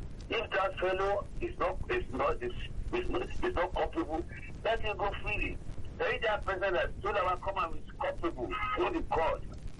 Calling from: Lagos, Nigeria; I'm calling you from Oshodi this morning.

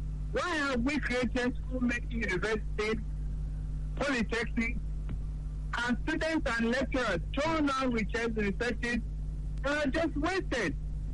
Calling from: Abuja, Federal Capital Territory, Nigeria; I'm calling from Abuja.

